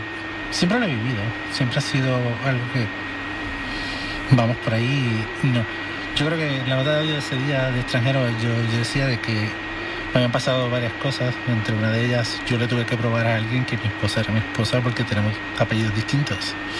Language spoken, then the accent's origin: Spanish; Puerto Rico; now in United States; Una vez me dijeron que me fuera de vuelta a mi país y yo, ¿a cuál me voy a ir?